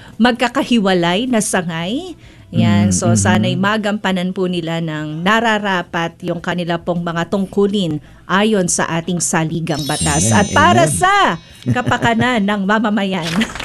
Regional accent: Malolos, Bulacan, Philippines; Oo, alam ko yan kasi taga Malolos ako.

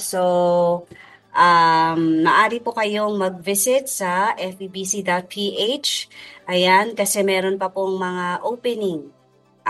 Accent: Marikina, Metro Manila, Philippines; also born or lived in Bicol; Parehas kami taga Marikina.

